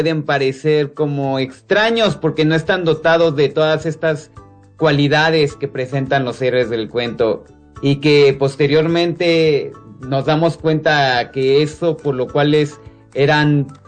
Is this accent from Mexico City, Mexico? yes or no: no; Ecatepec, State of Mexico, Mexico; vengo de Ecatepec, ahí crecí, ahí tuve mi infancia entre las calles de Ecatepec con mis amigos